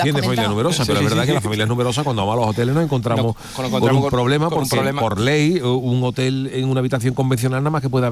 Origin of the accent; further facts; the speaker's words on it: Cádiz, Andalusia, Spain; Yo soy de la Viña a la Viña, de la calle La Palma.